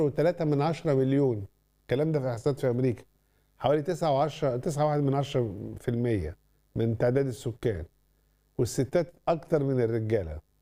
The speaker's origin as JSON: {"language": "Arabic", "country": "Egypt", "said": "احصائيات ما عندناش في مصر"}